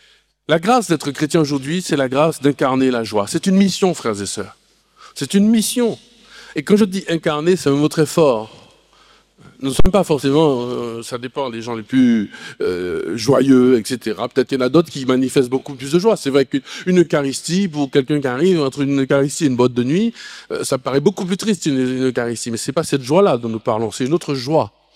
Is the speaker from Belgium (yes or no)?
no; Martinique, France